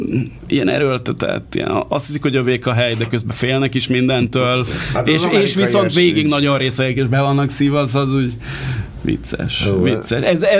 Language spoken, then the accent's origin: Hungarian; Hungary